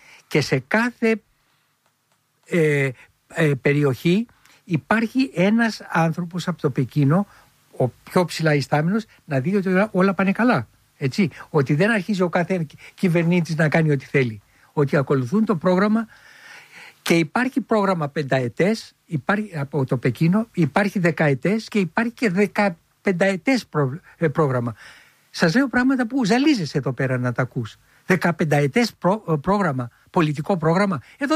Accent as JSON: {"language": "Greek", "town": "Filothei", "region": "Attica", "country": "Greece", "tie": "born or raised there", "said": "Εγώ γεννήθηκα στη Φιλοθέη. Γέννημα θρέμα. Γέννημα θρέμα, Φιλοθέη."}